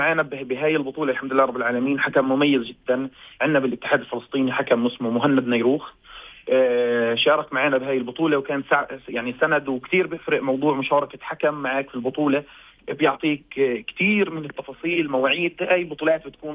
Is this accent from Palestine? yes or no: yes; Hebron, West Bank, Palestine; من شركة عندنا بالخليل.